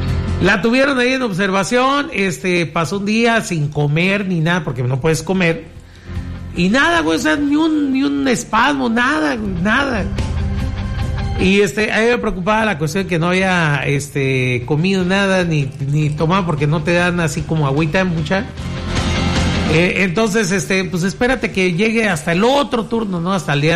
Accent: Mexico

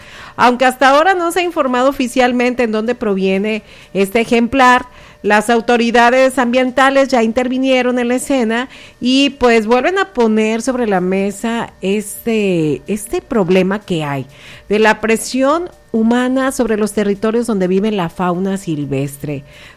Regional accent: Nayarit, Mexico; Así somos los nayaritas.

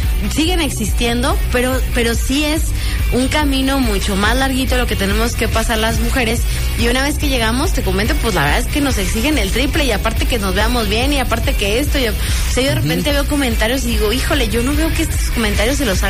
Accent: Mexico; donde podemos como mexicanos transitar

